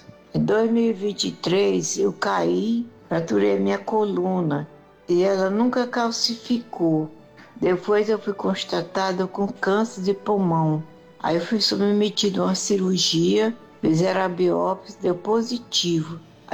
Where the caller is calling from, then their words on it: Roraima, Brazil; Eu sou do estado de Roraima.